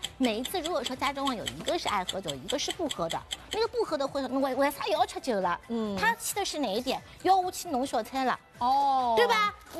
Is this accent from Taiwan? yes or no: no; Shanghai, China; 我们上海人洋气的配红酒